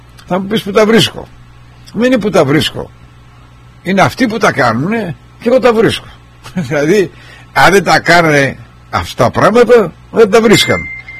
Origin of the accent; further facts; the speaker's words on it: Argostoli, Ionian Islands, Greece; είμαι Κεφαλονίτης Αργοστολιώτης